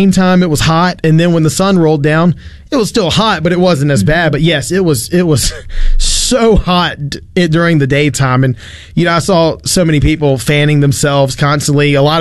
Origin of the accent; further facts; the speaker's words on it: Mississippi, United States; I'm born and raised in Mississippi, lived here my whole life.